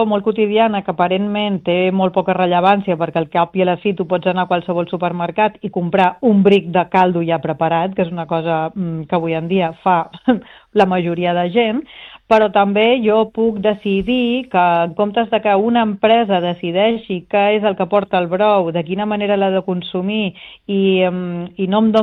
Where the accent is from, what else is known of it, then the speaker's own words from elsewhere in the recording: Ibiza, Balearic Islands, Spain; a una illa petita, jo soc d'Eivissa